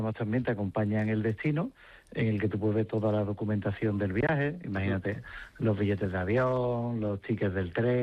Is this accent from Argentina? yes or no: no; Seville, Andalusia, Spain; now in Las Rozas, Spain; Yo sí, yo soy de Sevilla, pero vivo aquí en Madrid, en Las Rozas.